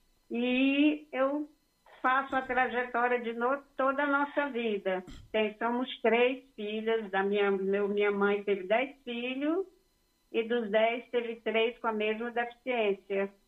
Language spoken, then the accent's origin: Portuguese; Massapê, Ceará, Brazil; moved away; eu sou do interior de Massapê, morei lá muito tempo, meu pai é de Tianguá, mas eu sou de Massapê.